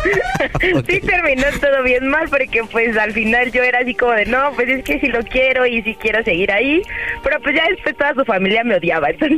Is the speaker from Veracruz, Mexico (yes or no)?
no; Querétaro, Mexico; 27 años y soy de Querétaro.